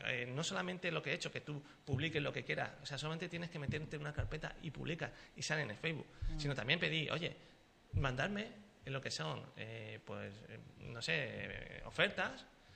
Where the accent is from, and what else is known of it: Sanlúcar, Andalusia, Spain